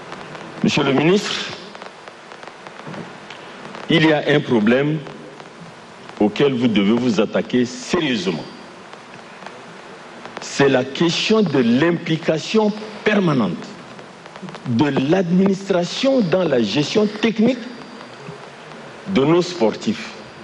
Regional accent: Chad; ici chez nous au Tchad.

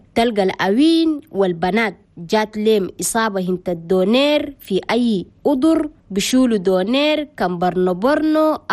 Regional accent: Chad; ودي الأصالة والتراث عن بلدنا تشاد.

